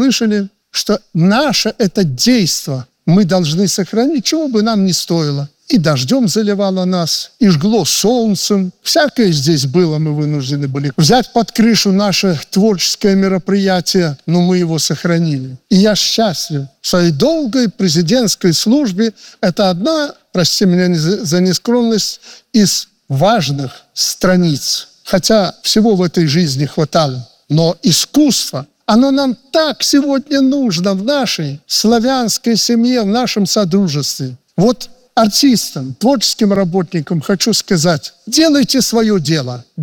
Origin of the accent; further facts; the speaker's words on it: Belarus; мы, белорусы